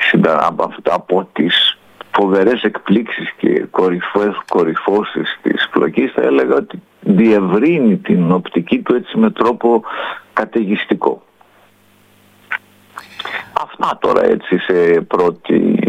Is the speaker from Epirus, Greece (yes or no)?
yes; Epirus, Greece; από την Ήπειρο